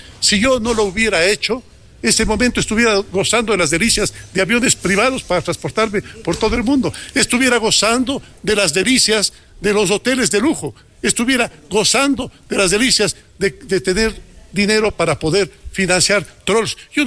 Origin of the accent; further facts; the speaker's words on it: Ecuador; como buenos ecuatorianos, ayudamos a rescatar la institucionalidad.